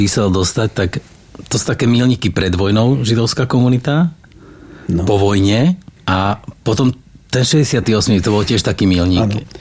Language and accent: Slovak; Galanta, Trnava Region, Slovakia; Ja napríklad som z Galanty